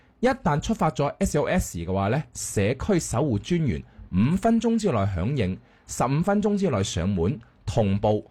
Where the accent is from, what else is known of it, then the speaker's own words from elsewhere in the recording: Guangdong, China; 作为老广呢走访了全市13家的茶楼了